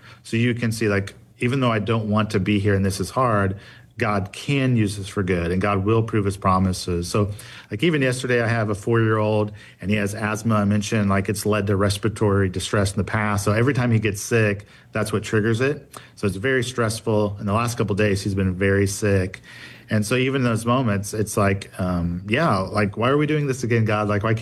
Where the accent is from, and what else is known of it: United States